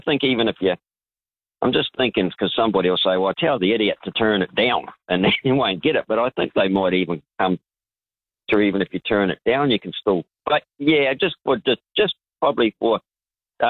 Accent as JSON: {"language": "English", "country": "New Zealand", "said": "being a Kiwi."}